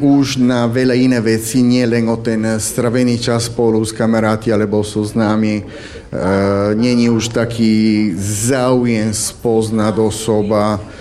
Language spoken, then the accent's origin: Slovak; Trieste, Friuli-Venezia Giulia, Italy; Slovak is a second language; now in Slovakia; S tým, že z Trieste, my to máme s kultúrou, boli sme z Rakúsko-Uhorskou do 1918, takže máme veľa spolu aj tu, takže cítim sa tu ak doma na viacerých veci.